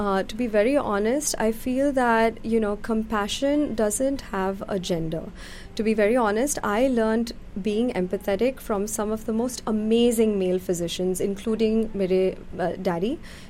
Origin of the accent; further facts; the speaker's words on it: Pune, Maharashtra, India; moved away as an adult; also born or lived in Ocala, Florida; now in Dallas-Fort Worth, United States; So I grew up in Pune. In India, I completed my medical schooling there.